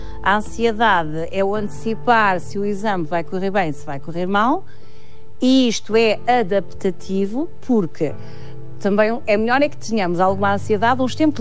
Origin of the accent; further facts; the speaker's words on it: Fornos de Algodres, Centro, Portugal; born there; also born or lived in Fafe; eu posso dizer que sou de Fornos de Algodão, porque a minha mãe é de lá, passei lá mais tempo, mas eu nasci em Fafo, porque o meu pai é de Fafo.